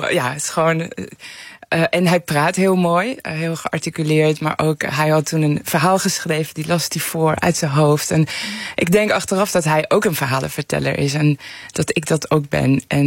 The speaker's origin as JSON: {"language": "Dutch", "town": "Tehran", "region": "Tehran Province", "country": "Iran", "also_born_or_lived": "Amsterdam", "moved": "yes", "lives_now": "Netherlands", "said": "Maar ik kom uit Teheran en ik kan niet terug."}